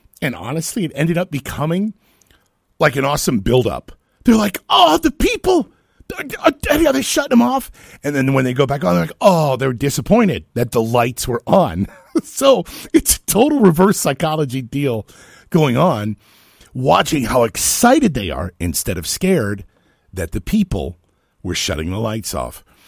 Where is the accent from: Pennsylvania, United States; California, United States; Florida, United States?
Florida, United States; I'm from Florida.